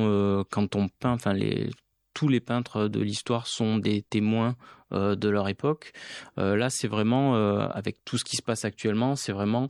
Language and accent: French; Auvergne-Rhône-Alpes, France; born there; Alors, pour la petite histoire, moi, je suis né en Auvergne, donc pas très loin des volcans.